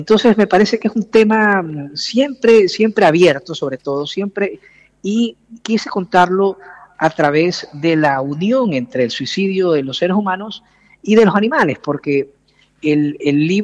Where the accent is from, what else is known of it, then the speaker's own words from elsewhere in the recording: Ecuador; Mira que siendo ecuatoriano no lo había leído.